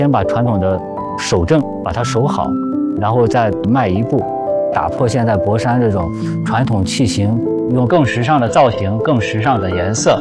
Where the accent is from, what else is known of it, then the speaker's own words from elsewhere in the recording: Zibo, Shandong, China; born there; 从小呢，我就出生在这个琉璃窝里面，传到我这边也算是第五代了。